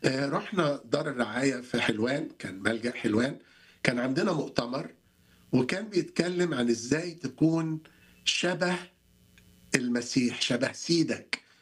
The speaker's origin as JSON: {"language": "Arabic", "country": "Egypt", "tie": "born or raised there", "said": "فانا اتولدت فعلا في مصر وكنت موجود معاهم دايما في الكنيسه في ايام الاحد، وكنا بنروح مدارس الاحد وبنتعلم عن التربيه المسيحيه من صغرنا."}